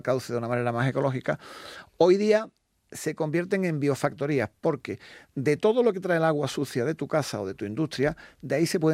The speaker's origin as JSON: {"language": "Spanish", "country": "Spain"}